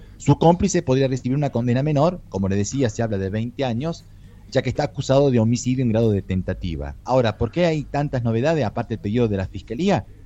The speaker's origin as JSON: {"language": "Spanish", "region": "Córdoba", "country": "Argentina", "tie": "born or raised there", "said": "el centro de Córdoba, de mi ciudad natal"}